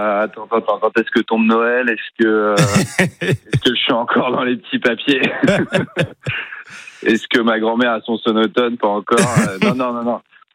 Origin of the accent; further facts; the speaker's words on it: Le Mans, Pays de la Loire, France; moved away; de le faire vivre aussi à ma ville natale